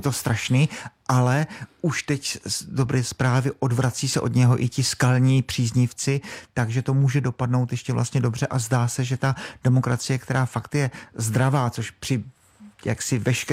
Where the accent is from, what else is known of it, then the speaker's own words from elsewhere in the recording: Brno, South Moravian Region, Czechia; jsem z Brna